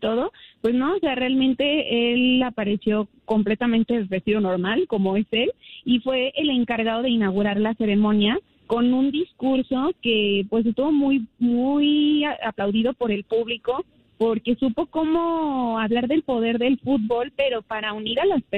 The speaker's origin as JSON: {"language": "Spanish", "country": "Mexico"}